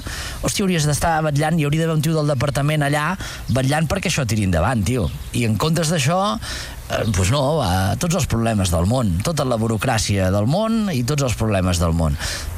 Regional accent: Catalonia, Spain; la meva xicota del sector primari, som catalans

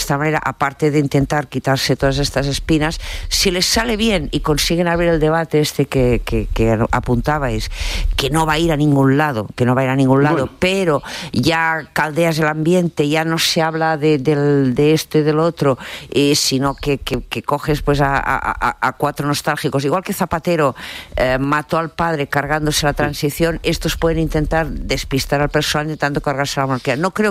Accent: Catalonia, Spain; recuérdese que soy catalana, yo que vi ese discurso desde la taberna del Gijón

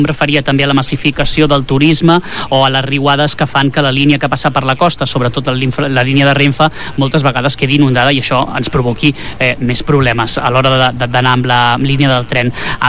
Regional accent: Palafolls, Catalonia, Spain; jo sí que és veritat que som de Palafolls

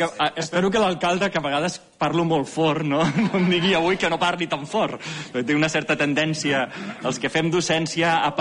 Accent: Reus, Catalonia, Spain; Jo vinc de Reus, i allà anàvem a una escola i me'n recordo el mestre que ens va ensenyar català

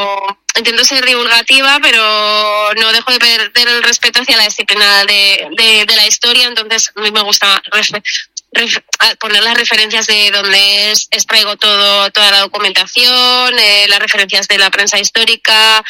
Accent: Madrid, Community of Madrid, Spain; A mí, yo soy de Madrid, entonces, bueno, pues tengo ese como interés especial en mi ciudad

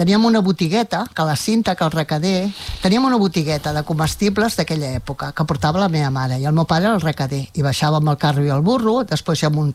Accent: La Rierada, Catalonia, Spain; also born or lived in Molins de Rei; jo vaig néixer a la Rierada, vaig anar a escola a la Rierada

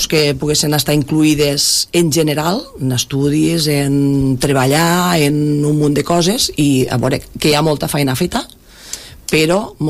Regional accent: Tivenys, Catalonia, Spain; jo sóc mitja Tivenys, també, sí. Perquè ma iaia era de Tivenys i jo he passat la meva infància a Tivenys.

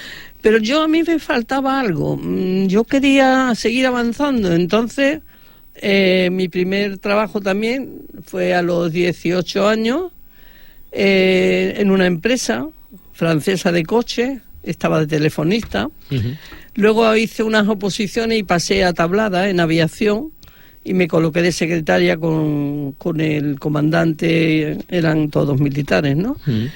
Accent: Seville, Andalusia, Spain; moved away as an adult; now in Catalonia, Spain; mi niñez se desarrolló en Triana al 100%, mis primeros estudios en la calle, en el Colegio de San Jacinto de Triana. La verdad, hasta me casé, ya viviendo en Cataluña

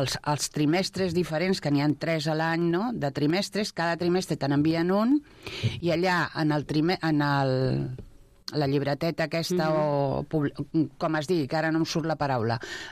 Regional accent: Catalonia, Spain; Jo soc de Catalunya, sí.

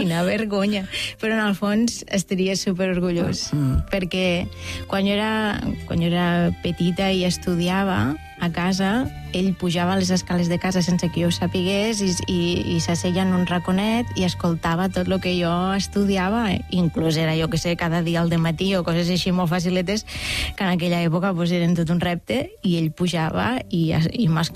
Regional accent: Catalonia, Spain; now in Barcelona, Spain; jo sóc ebrenca

